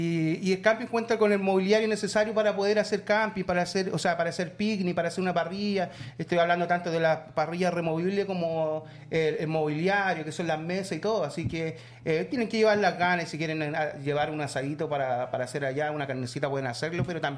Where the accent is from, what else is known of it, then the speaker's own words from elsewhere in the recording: Isla de Maipo, Santiago Metropolitan Region, Chile; Yo soy de acá